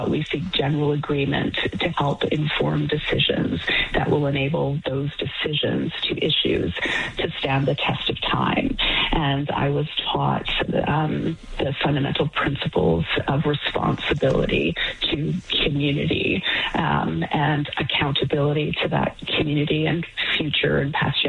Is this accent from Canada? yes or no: yes; British Columbia, Canada; born there; I was raised in the Potlatch, which is our form of government in the Kwakwaka'wakw Nation.